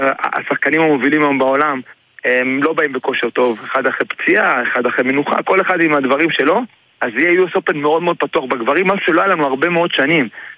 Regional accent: Jerusalem, Jerusalem District, Israel; קודם כל, אני ירושלמי, כמו שאמרתי לך, אני עכשיו בירושלים

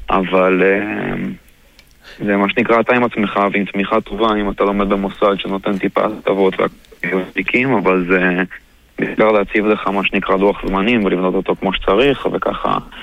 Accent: Ra'anana, Central District, Israel; בן 25, מרעננה

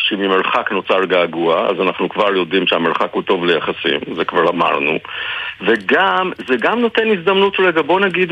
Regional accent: Jerusalem, Jerusalem District, Israel; אני גדלתי בירושלים

